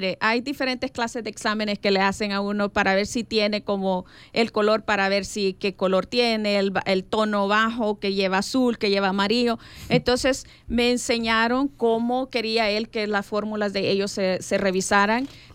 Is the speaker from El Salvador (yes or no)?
yes; El Salvador; now in Los Angeles, United States; Cuando salimos de El Salvador, fue en el 84, fue algo muy duro para mí porque yo dejaba a mis abuelos, mi abuelita y mi abuelito, que siempre ellos estuvieron con nosotros, mis amigos de la escuela. Llego a Los Ángeles...